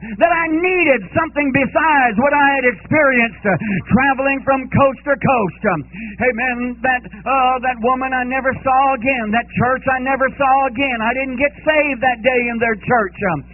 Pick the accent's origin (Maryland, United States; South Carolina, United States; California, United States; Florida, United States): California, United States; when I was raised in California all of my teenage years